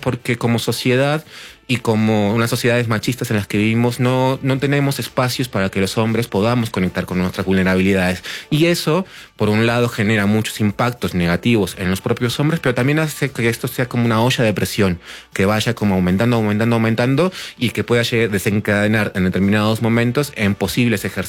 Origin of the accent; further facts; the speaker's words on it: Uruguay; Yo soy nacido en Uruguay y criado allí.